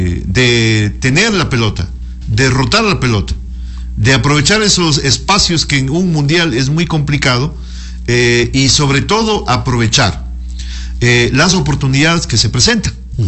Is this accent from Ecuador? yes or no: yes; Ecuador; muchos de nosotros que somos ecuatorianos